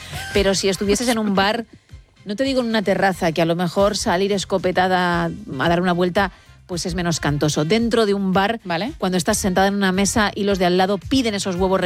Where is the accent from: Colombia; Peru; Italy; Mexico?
Italy; Spanish is a second language; now in Spain; Buenas noches, good night from Spain. Bueno, soy italiana